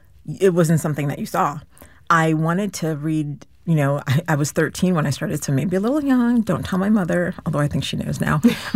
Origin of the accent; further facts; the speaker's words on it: Shrewsbury, Massachusetts, United States; Growing up, I grew up in Massachusetts in a very small town, Shrewsbury, Massachusetts.